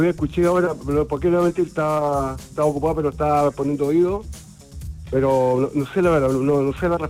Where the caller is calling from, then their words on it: Quillota, Valparaíso, Chile; De acá, del Cerro Mayaca.